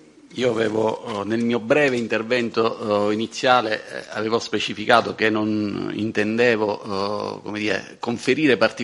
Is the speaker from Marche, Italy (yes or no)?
no; Catania, Sicily, Italy; lo dico da catanese come il consigliere Bisogni